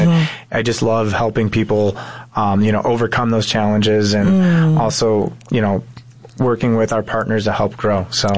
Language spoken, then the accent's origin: English; Chicago, Illinois, United States; also born or lived in Park Ridge, Illinois; Yes, one of seven children. I grew up in the north side in the Jefferson Park area.